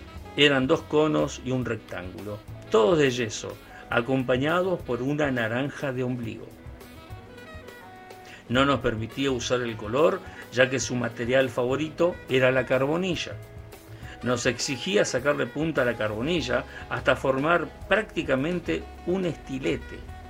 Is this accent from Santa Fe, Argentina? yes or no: yes; El Trébol, Santa Fe, Argentina; producto de mis primeros y largos años en la escuela Doctor Antelo número 60 del Trébol, mi pueblo de crianza.